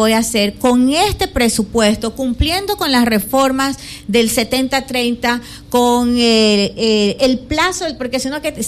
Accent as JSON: {"language": "Spanish", "town": "Babahoyo", "region": "Los Ríos", "country": "Ecuador", "said": "Yo soy de Babahoyo"}